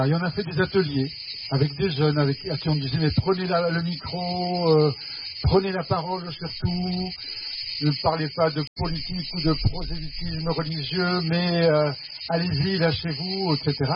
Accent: Spain; now in Aveyron, France; Et moi, je viens d'Espagne.

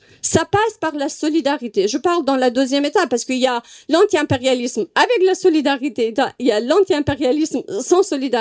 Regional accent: Iran; now in Paris, France

